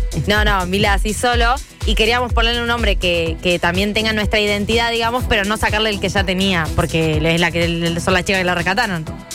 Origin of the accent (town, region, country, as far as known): Argentina